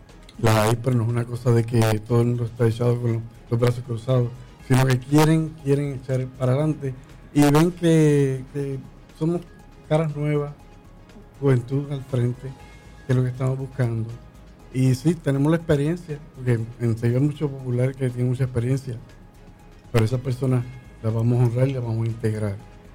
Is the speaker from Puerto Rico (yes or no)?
yes; Ceiba, Puerto Rico; moved away as an adult; Yo amo mi pueblo y yo salí de Ceiba porque tenía que hacer una carrera y sacar a militar.